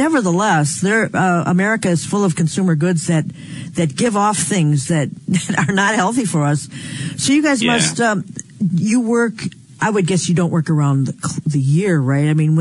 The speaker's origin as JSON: {"language": "English", "region": "New York", "country": "United States", "said": "I'm from New York, which was lake effect snow where they'll get, you know, 60 inches in a weekend."}